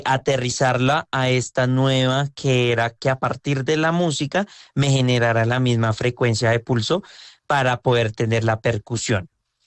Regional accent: Colombia; como buen colombiano, recursivos e ingeniosos, desarrollamos esa tecnología desde aquí, desde Colombia

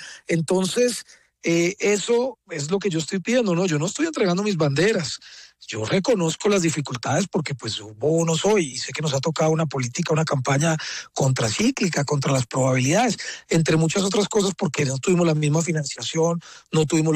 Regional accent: Riosucio, Caldas, Colombia; born there; also born or lived in Manizales; Pues yo soy caldense y yo tengo allá mi botico y allá tengo mis amigos, esa es mi tierra.

